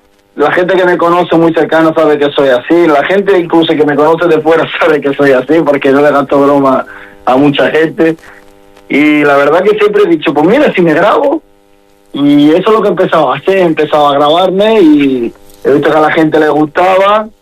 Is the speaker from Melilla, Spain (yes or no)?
yes; Melilla, Spain; accent: Melilla; yo creo que nuestro acento melillense a la hora de hablar, no sé, me resulta mucho más gracioso que los demás, no porque sea de Melilla, sino porque es una mezcla, ¿sabes?